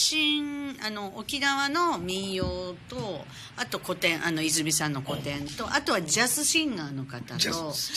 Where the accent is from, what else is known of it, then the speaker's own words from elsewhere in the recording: Tokyo, Japan; moved away; 東京出身なので